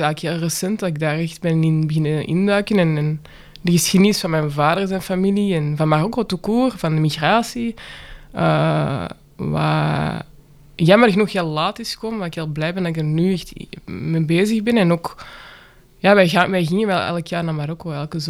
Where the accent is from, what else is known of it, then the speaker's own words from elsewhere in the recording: Antwerp, Flanders, Belgium; als Antwerpenaar.